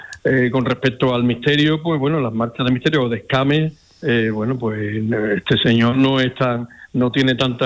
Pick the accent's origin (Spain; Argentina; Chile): Spain; Jerez de la Frontera, Andalusia; also born or lived in Seville; Soy sevillano de nacimiento, hermano de la hermandad de la Iniesta de toda mi vida y jerezano de adopción, vivo aquí desde prácticamente que nací